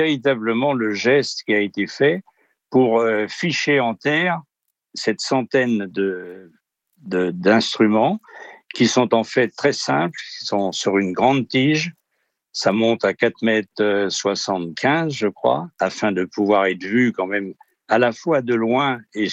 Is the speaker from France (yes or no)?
yes; Paris, Île-de-France, France